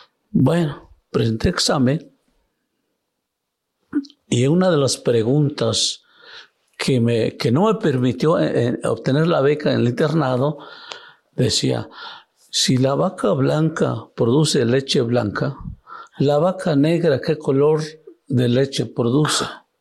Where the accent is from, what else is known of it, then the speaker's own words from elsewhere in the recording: Oaxaca, Mexico; born there; Spanish is a second language; Te voy a llevar a la ciudad de Oaxaca. Pasé el segundo año de primaria, tercero, no sé cómo pasé, pero ya fui a Oaxaca a estudiar la primaria.